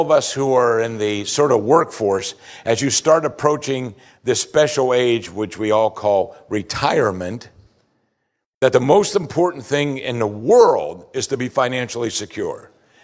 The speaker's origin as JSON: {"language": "English", "country": "United States"}